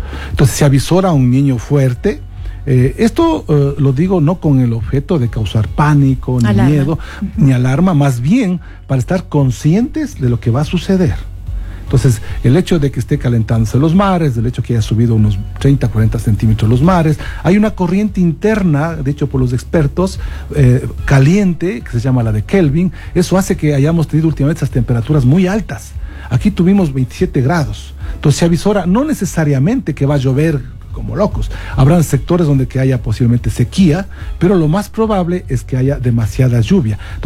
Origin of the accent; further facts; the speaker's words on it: Imbabura, Ecuador; como ecuatorianos, en este caso como imbabureños.